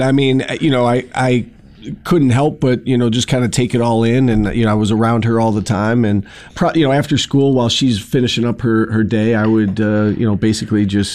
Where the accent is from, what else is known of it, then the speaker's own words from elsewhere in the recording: Syracuse, New York, United States; So I grew up here locally. I grew up on Onondaga Hill.